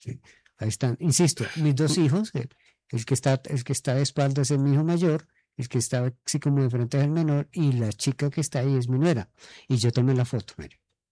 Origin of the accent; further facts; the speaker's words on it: Huila, Colombia; Está en mi tierra.